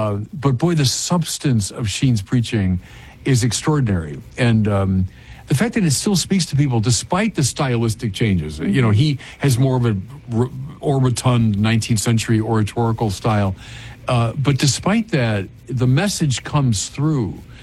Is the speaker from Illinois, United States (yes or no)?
yes; Illinois, United States; you mentioned we're both from Illinois, that's true.